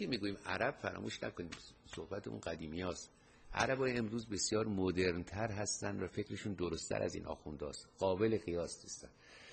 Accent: Iran; کفار، کفار مجوس، ما ایرانی هستیم.

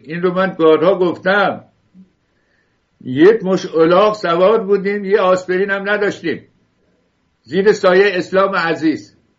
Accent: Iran; ما ایرانیان، بابا ما ایرانی هستیم.

